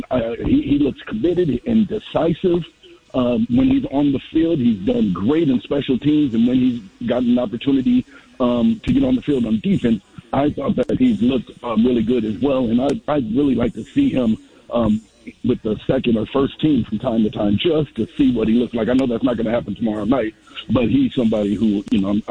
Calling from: Santa Clarita, California, United States; I'm from Santa Clarita, but I'm in Maui.

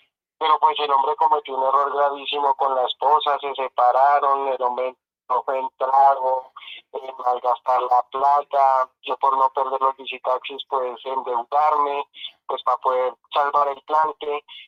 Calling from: Bogotá, Colombia; Aquí en Bogotá, el barrio Toberín.

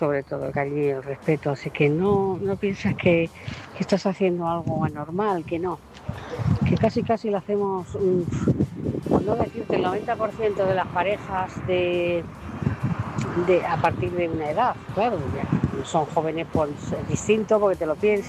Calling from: Móstoles, Community of Madrid, Spain; Buenas noches, Maite … de Móstoles.

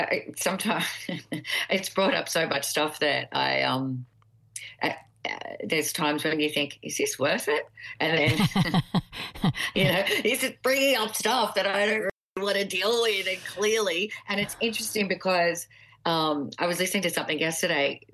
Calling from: Sydney, New South Wales, Australia; I'm Zooming in from Sydney

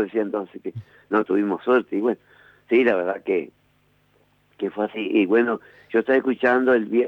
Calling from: Rivadavia, Argentina; como soy de Rivadavia

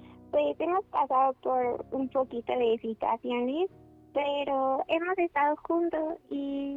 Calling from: Mexico City, Mexico; De Ciudad de México.

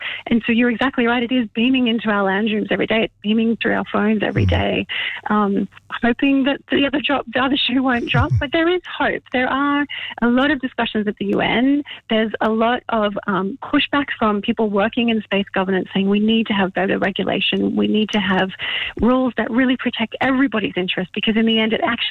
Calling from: Canada; I'm calling you from Canada right now.

